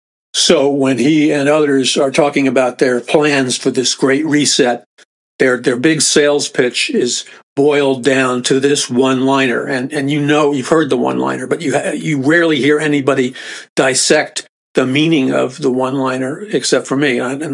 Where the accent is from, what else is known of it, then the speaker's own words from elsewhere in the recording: New York City, New York, United States; I remember growing up in New York City, people talked very straight, a lot of people are turned off, but you know, I can't do anything about that. That's where I was raised.